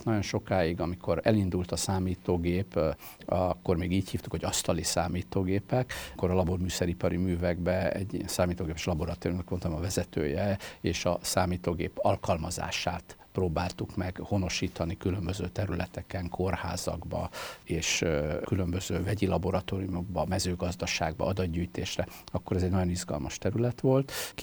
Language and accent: Hungarian; Budapest, Hungary; born there; egy tradicionális neológ zsidó családba születtem. Ami azt jelenti, hogy amikor egész kicsi gyerek voltam, Király utcában laktunk, nagypapám vitt a zsinagógába, ezzel kezdődött az én hitéletem.